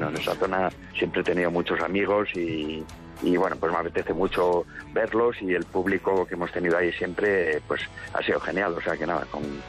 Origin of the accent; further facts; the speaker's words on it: Barbastro, Aragon, Spain; born there; Yo nací ahí al lado, en Barbastro.